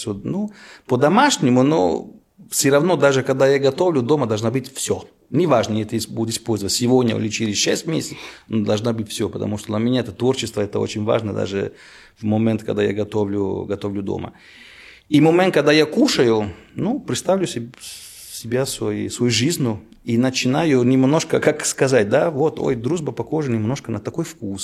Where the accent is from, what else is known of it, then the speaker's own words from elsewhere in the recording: Italy; Russian is a second language; moved away as an adult; now in Russia; Я, как итальянец, когда пришел здесь